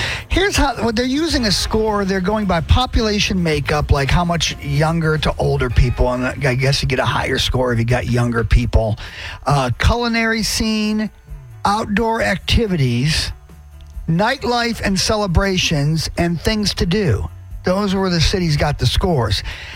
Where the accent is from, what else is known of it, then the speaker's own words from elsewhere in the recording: Cleveland, Ohio, United States; My hometown, where I grew up in Cleveland. And nothing against my Cleveland folks.